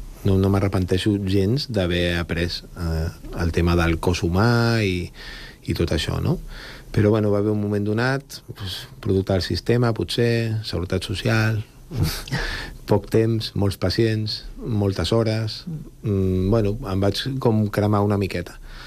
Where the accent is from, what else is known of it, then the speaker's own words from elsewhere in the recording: Sant Cugat del Vallès, Catalonia, Spain; Jo sóc fill de la Floresta i de Valldoreix